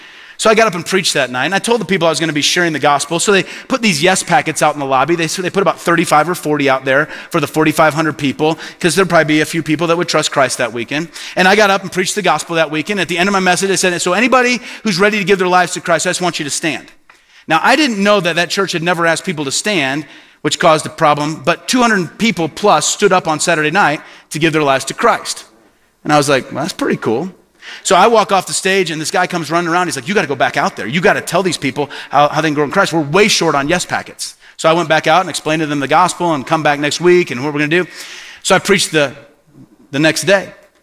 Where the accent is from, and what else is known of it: Peoria, Illinois, United States; born or raised there